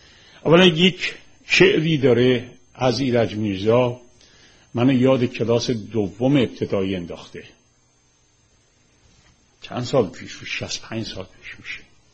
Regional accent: Tehran, Tehran Province, Iran; ما مال تهرون قدیمیم و همون 4 محله تهرون متولد اودلاجانم ولی در خیابون اسمال بزاز رشد کردم و بزرگ شدم

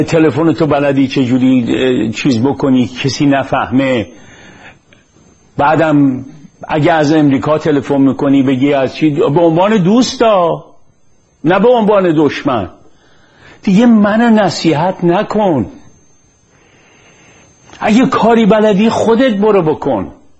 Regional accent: Iran; ما ایرونیا

